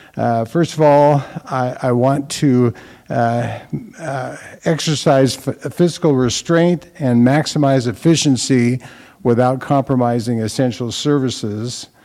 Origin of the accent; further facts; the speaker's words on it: Coeur d'Alene, Idaho, United States; moved away as an adult; now in Sandpoint, United States; I was born and raised in Coeur d'Alene. I've lived in Bonner County for 47 years.